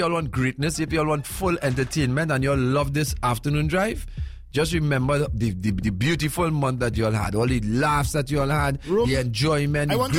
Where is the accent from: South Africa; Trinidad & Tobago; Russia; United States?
Trinidad & Tobago; Arima; I'm from Malabar, Arima. Proud.